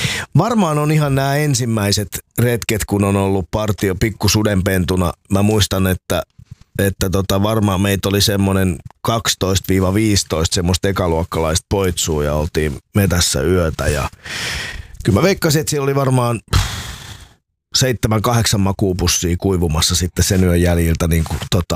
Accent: Helsinki, Uusimaa, Finland; also born or lived in Hamina; Kyllä mä Helsingistä lasken olevani.

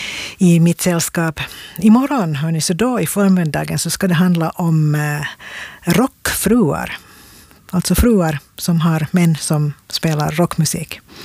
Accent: Finland; Jag är ju från Finland

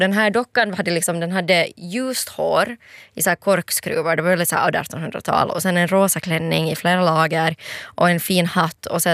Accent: Pargas, Southwest Finland, Finland; när jag var liten, när jag var hemma i Pargas.

